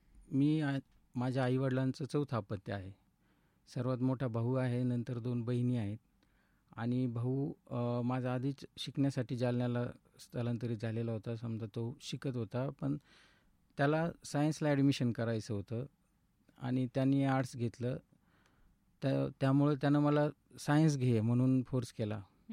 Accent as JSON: {"language": "Marathi", "town": "Shivli", "region": "Maharashtra", "country": "India", "tie": "born or raised there", "moved": "as an adult", "lives_now": "Ahilyanagar, India", "said": "मी मूळचा शिवली गाव, तालुका जिल्हा जालना, आणि माझं बालपण शिवली गावातच गेलं। 10वीपर्यंत शिक्षण माझं जिल्हा परिषद शिवली या ठिकाणी झालेलं आहे, आणि पुढे मी जालना या ठिकाणी माझं ग्रॅज्युएशन केलं आहे"}